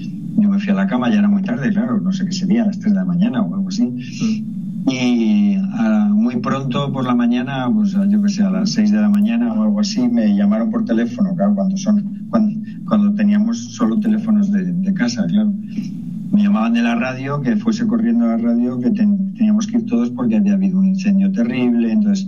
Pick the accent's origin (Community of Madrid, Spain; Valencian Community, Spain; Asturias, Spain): Community of Madrid, Spain; Madrid; born there; aunque yo nací en Madrid, soy el único de mi familia que lo hizo. Mi familia procedía de La Rioja, mis padres vivían en Logroño antes de trasladarse a Madrid por trabajo.